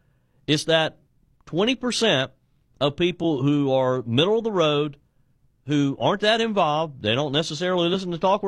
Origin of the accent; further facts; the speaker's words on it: South Carolina, United States; my home state of South Carolina.